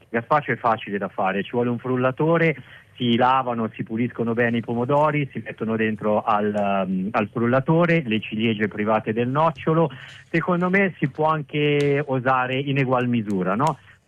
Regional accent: Milan, Lombardy, Italy; born there; Io sono nato a Milano

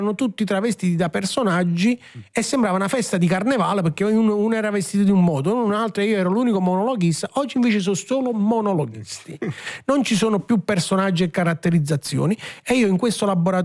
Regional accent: San Giorgio a Cremano, Campania, Italy; born there; Perché poi tra l'altro io sono nato a San Giorgio a Cremano, dunque io Troisi l'ho respirato, l'ho vissuto

